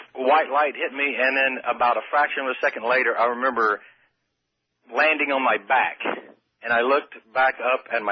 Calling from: Baton Rouge, Louisiana, United States; I'm from Baton Rouge, Louisiana.

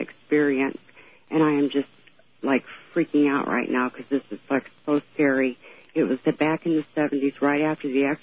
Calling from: Bloomington, Indiana, United States; I'm calling from Bloomington, Indiana.

